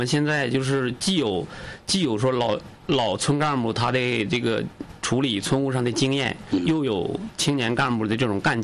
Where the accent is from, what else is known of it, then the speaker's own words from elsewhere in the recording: Nong'an County, Jilin, China; 我本身就是谭家堡村出生长大的一个村民